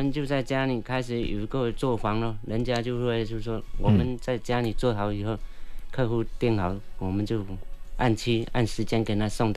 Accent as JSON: {"language": "Chinese", "region": "Fujian", "country": "China", "said": "因为我们闽南地区那范围比较广"}